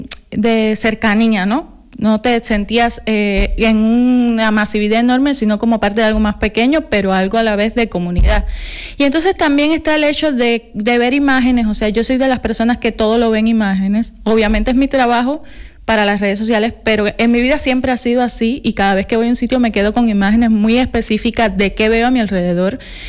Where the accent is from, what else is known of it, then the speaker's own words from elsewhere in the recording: Guantánamo, Cuba; moved away; en la ciudad donde yo vivía, yo soy de Guantánamo